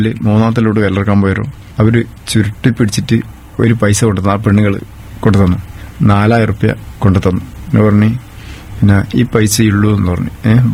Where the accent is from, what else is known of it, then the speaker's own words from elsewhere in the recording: Maloor, Kerala, India; വീട് മാലൂരാണ്, മാലൂർ കപ്പറ്റപ്പയിൽ.